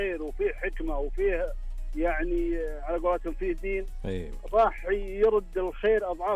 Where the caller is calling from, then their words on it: Al-Jawf, Saudi Arabia; من الجوف.